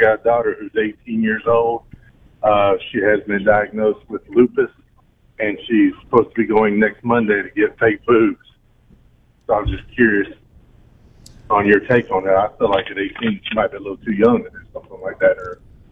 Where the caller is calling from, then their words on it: Macon, Georgia, United States; Long-time listener out of Macon, Georgia.